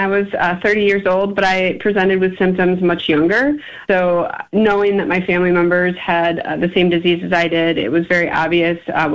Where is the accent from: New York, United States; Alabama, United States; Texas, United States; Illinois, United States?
New York, United States; Liverpool; So I am originally from Syracuse, Liverpool, exactly.